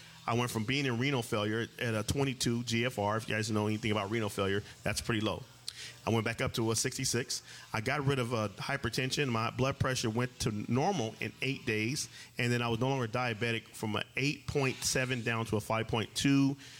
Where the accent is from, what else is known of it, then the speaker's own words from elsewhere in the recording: Pomona, California, United States; now in Temecula, United States; I am from Pomona, California, but I actually reside in Temecula, California, the newest Southern California winery area.